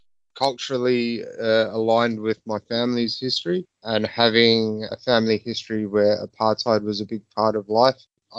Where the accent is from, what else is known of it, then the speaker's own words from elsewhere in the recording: Sydney, New South Wales, Australia; I was born in Sydney, Australia, and have a lot of strong connections with the people and the community. It's been my home for the last 41 years.